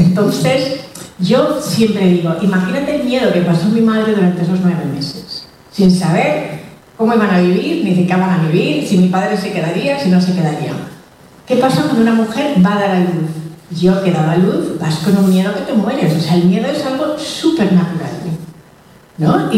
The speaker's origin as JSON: {"language": "Spanish", "country": "Equatorial Guinea", "said": "para una vez que mi país de origen me pide algo, voy a decir que no. Total, que me fui a Guinea."}